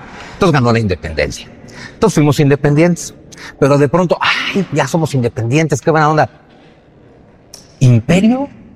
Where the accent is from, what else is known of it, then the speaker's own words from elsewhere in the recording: Mexico; Todos los que habitamos México somos el pueblo mexicano. 128 millones de mexicanos que habitamos este país y como 30 millones de mexicanos que están fuera de él, todos juntos somos el pueblo mexicano